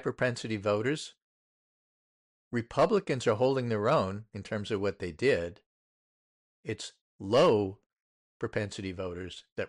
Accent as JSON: {"language": "English", "region": "Iowa", "country": "United States", "tie": "born or raised there", "said": "if the environment is this bad in my home state, Iowa, where Trump has been the most popular political figure for the last decade"}